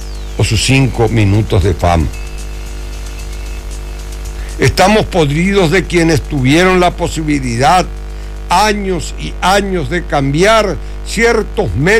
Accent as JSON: {"language": "Spanish", "town": "Luque", "region": "Central", "country": "Paraguay", "said": "más allá de la posición que tenemos como paraguayos, en nuestro caso como luqueños, ¿verdad?"}